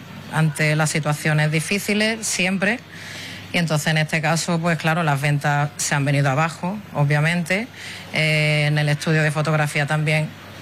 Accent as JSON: {"language": "Spanish", "region": "Ceuta", "country": "Spain", "said": "la gente que viajamos mucho, que tenemos familia en la península, sí que es verdad que de siempre Ceuta era como un ¿dónde está Ceuta?"}